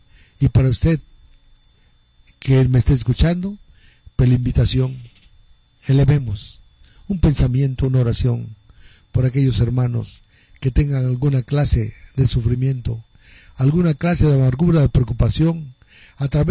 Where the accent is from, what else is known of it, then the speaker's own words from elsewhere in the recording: Mexico; a mi gente de acá de San Pablo y Tepec, chulo mi pueblo.